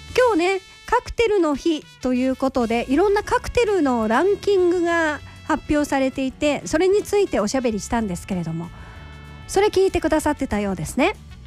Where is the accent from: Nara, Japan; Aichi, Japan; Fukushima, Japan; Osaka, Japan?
Osaka, Japan; 私も大阪生まれ大阪育ちですので